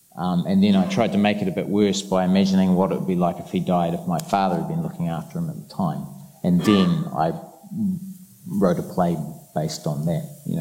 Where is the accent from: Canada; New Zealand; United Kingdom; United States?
New Zealand; Christchurch, Canterbury; I'm from Christchurch, which of course is well known for its racial diversity